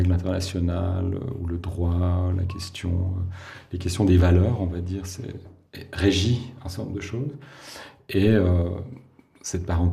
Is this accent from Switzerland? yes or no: yes; Switzerland; on est Suisse